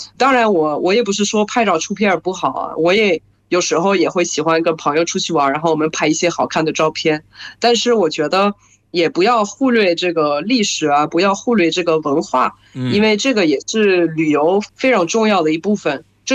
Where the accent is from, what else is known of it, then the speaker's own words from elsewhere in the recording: France; Chinese is a second language; 我是来自法国的